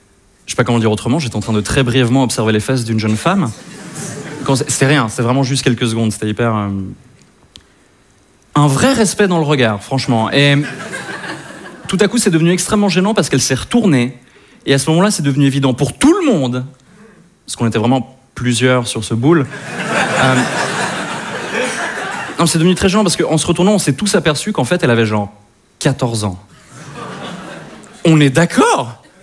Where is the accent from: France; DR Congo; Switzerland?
Switzerland; Et effectivement, je suis suisse. Ça surprend les Parisiens parfois quand j'explique que je suis suisse